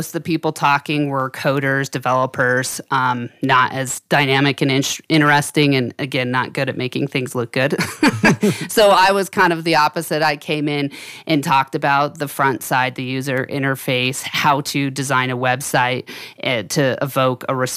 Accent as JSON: {"language": "English", "town": "Denver", "region": "Colorado", "country": "United States", "tie": "born or raised there", "moved": "as an adult", "lives_now": "Grand County, Colorado, United States", "said": "As a kid, I grew up in Denver"}